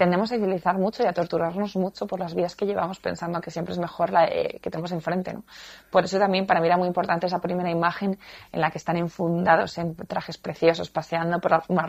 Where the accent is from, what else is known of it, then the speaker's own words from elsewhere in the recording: Zaragoza, Aragon, Spain; yo soy de Zaragoza